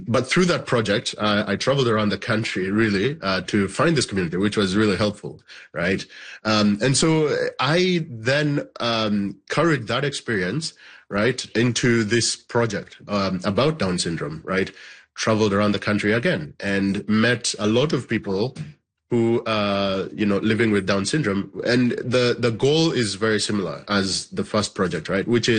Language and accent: English; Uganda; now in Canada; So I was born and raised in Uganda. I'm a Ugandan Canadian now. And it's very true, that back home in Uganda, we don't have